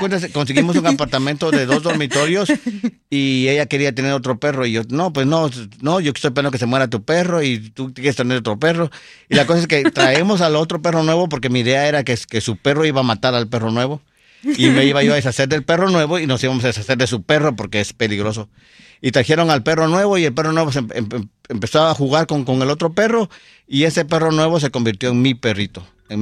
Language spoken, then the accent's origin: Spanish; Guatemala; moved away; Pues habrá muchos que no recuerdo tú, porque habían en ese tiempo, imagínate, ya llovió cuando yo salí de Guatemala.